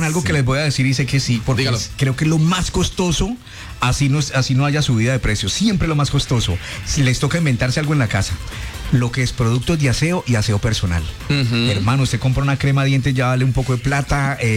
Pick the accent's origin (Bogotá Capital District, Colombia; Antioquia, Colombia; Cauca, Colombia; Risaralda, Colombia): Risaralda, Colombia; Pereira; now in Villavicencio, Colombia; Me acuerdo acá en Villado cuando yo llegué de Pereira a vivir a Villavicencio.